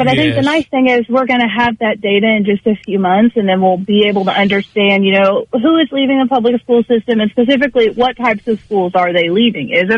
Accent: Abilene, Texas, United States; And then I also like to point out, I'm from Abilene, actually.

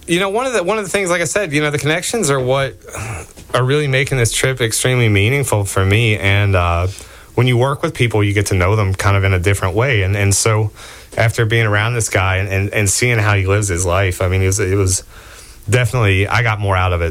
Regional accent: Johnson City, Tennessee, United States; I'm an Episcopalian from Johnson City, Tennessee, so I had to go to the bathroom.

